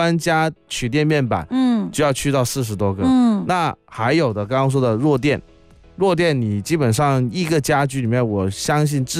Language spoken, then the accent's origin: Chinese; Guangzhou, Guangdong, China; accent: Cantonese (Guangzhou); 我哋广州话咩